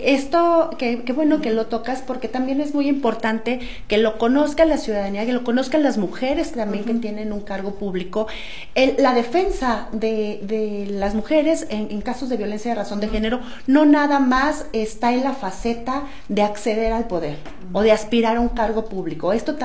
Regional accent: Mexico

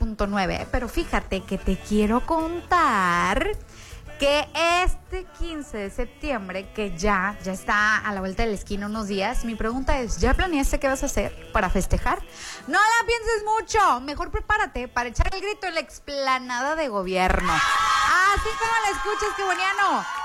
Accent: Mexico; como buenos mexicanos que somos.

